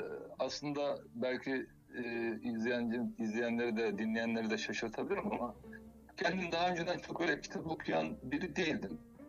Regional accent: Sakarya, Turkey; benim memleketimden Sakarya gelenim ben.

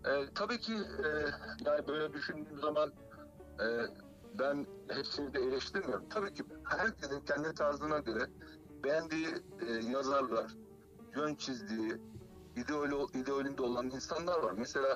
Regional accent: Geyve, Sakarya, Turkey; tabii benim memleketim Sakarya Gevenim ben.

